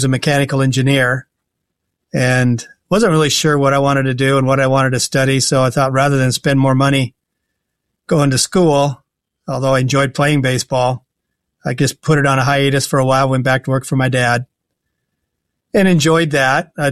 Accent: Hinton, Iowa, United States; also born or lived in Sioux City, Iowa; Mainly Sioux City, Iowa, or actually Hinton, which is 5 miles north of Sioux City.

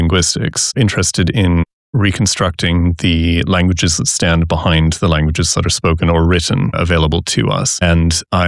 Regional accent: St. Catharines, Ontario, Canada; And I studied in St. Catharines, Ontario, my hometown

